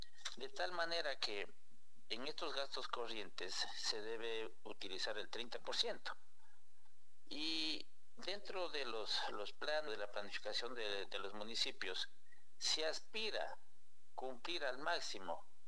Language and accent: Spanish; Cotopaxi, Ecuador; Es necesario que los hijos de Pangua trabajemos por Pangua.